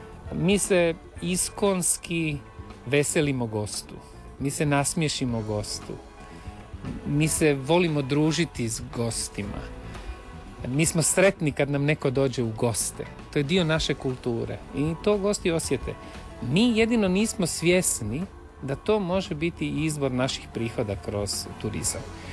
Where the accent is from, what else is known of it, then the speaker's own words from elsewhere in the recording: Karlovac, Karlovac County, Croatia; mi u Karlovcu, ja sam iz Karlovca